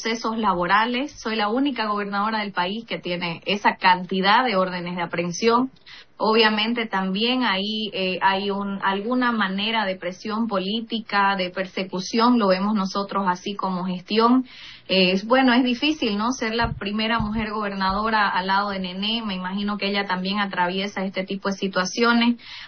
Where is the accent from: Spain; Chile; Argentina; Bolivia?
Bolivia; Pando